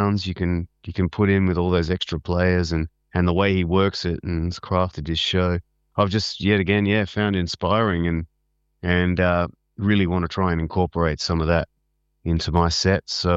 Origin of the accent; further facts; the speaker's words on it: Adelaide, South Australia, Australia; Then my hometown, Adelaide, at the Governor Hindmarsh on the 28th of November.